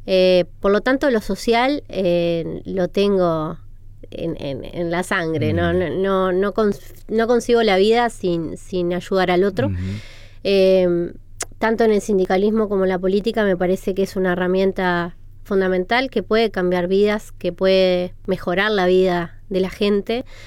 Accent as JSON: {"language": "Spanish", "town": "Las Piedras", "region": "Canelones", "country": "Uruguay", "said": "yo soy de Las Piedras, entonces también nos conocemos todos. Es más, si bien estamos cerquita de Montevideo, conservamos todavía mucho la idiosincrasia, sí, de local."}